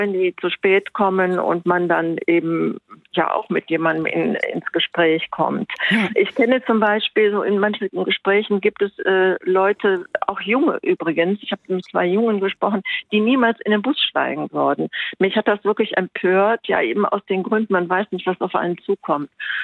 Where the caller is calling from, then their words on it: Mönchengladbach, North Rhine-Westphalia, Germany; Ich komme aus Mönchengladbach